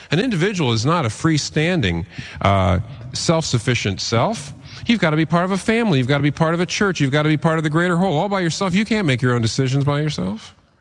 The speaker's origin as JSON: {"language": "English", "region": "Pennsylvania", "country": "United States", "said": "I come from Pennsylvania. Pennsylvania is called the Keystone State."}